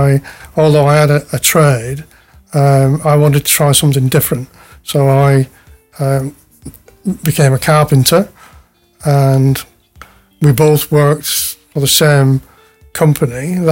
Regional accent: North West England, United Kingdom; moved away as an adult; I was born just outside Wigan in Lancashire, as you might tell from my accent.

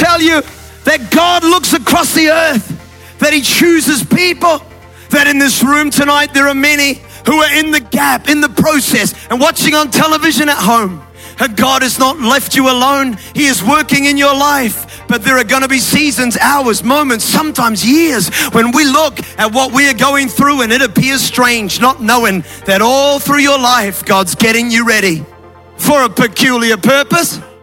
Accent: New Zealand; moved away; I grew up in New Zealand, where I'm a very small person for a New Zealand environment. People are big back there, they play rugby.

